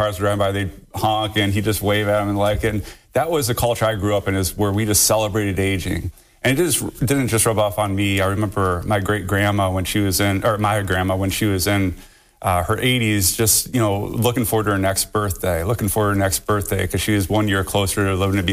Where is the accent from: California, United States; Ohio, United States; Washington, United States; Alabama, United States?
Ohio, United States; Haskins; Yeah. So when I grew up in a little town in Wood County called Haskins, and you know, my parents were obviously a big factor and role models